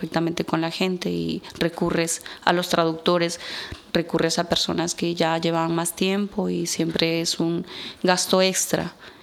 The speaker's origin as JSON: {"language": "Spanish", "country": "Ecuador", "moved": "yes", "lives_now": "Spain", "said": "Mi ciudad natal es Ecuador y yo llevo mucho tiempo de fuera de Ecuador."}